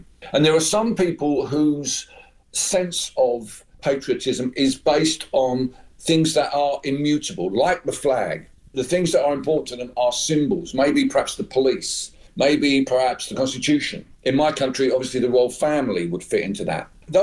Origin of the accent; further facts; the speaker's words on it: United Kingdom